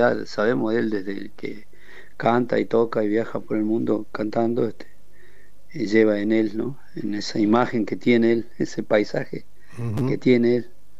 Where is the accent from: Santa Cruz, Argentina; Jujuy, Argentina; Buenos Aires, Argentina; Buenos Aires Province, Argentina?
Jujuy, Argentina; Es lo mismo que me pasó a mí cuando yo llegué de Jujuy, ¿no?